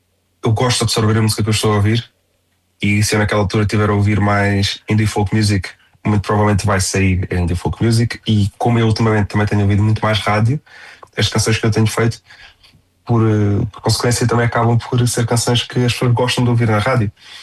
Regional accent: Faro, Algarve, Portugal; moved away; passei a minha infância no Algarve. É Faro.

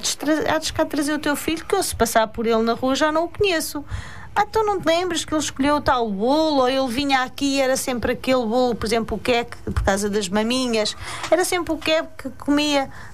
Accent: Mafra, Lisbon, Portugal; born there; moved away; also born or lived in her home village (unnamed); Cá em Mafra, foi cá que os meus pais construíram raízes e vivi 8 anos em Mafra ainda. Ainda consegui viver cá em Mafra 8 anos e, entretanto, fui para a minha aldeia.

